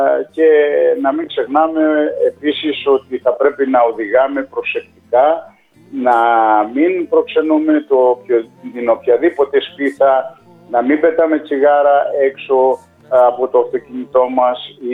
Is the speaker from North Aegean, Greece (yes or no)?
yes; Monokampi, North Aegean, Greece; στο χωριό μου, το μονοκάμπι της Ικαρίας.